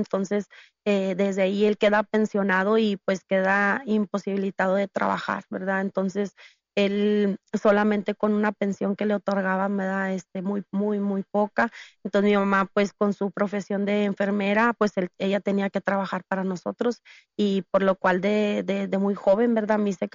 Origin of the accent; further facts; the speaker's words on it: San Nicolás de los Garza, Nuevo León, Mexico; Bueno, pues soy de aquí de Monterrey, Nuevo León. Vivimos en toda mi adolescencia y mi infancia, lo vivimos en San Nicolás de los Garza.